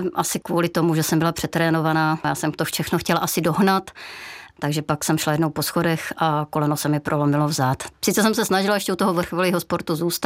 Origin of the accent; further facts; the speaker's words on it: Jeseník, Olomouc Region, Czechia; now in Benešov, Czechia; já pocházím z Jeseníku a i když jsem bydlela v horách